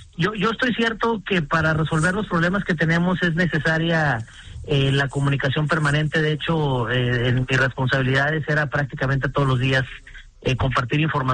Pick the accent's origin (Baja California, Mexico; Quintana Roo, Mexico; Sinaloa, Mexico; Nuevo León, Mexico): Baja California, Mexico; empezando acá por mi tierra, que es Baja California.